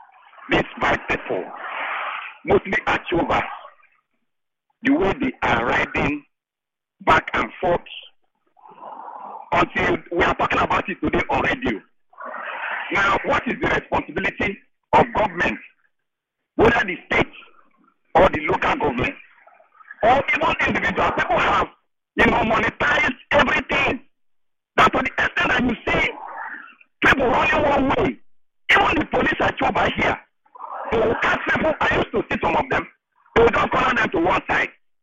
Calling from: Arima, Trinidad & Tobago; I'm calling from Arima.

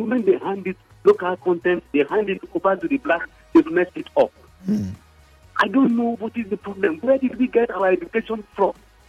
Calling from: Bonny Island, Rivers, Nigeria; I'm calling from Bonny Island.

